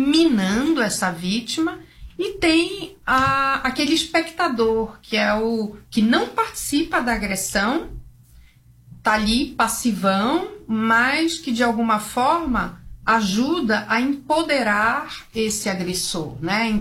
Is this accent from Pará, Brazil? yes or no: yes; Belém, Pará, Brazil; moved away as an adult; now in São Paulo, Brazil; sou de Belém do Pará, tô aqui há muitos anos